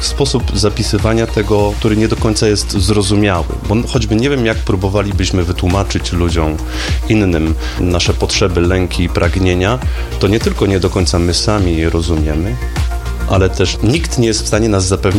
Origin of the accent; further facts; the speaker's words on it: Skawina, Lesser Poland, Poland; ze Skawiny, z mojego rodzinnego miasta